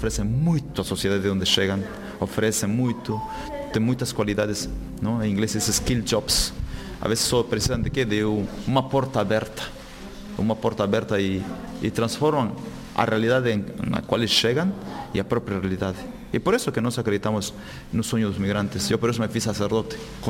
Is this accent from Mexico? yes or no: yes; southern Mexico, Mexico; Portuguese is a second language; moved away as an adult; now in Portugal; Eu sou mexicano